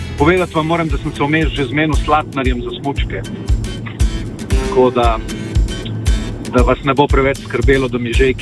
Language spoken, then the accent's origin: Slovenian; Koper, Coastal–Karst, Slovenia; seveda tam nisem iz Izole, sem iz Kopra.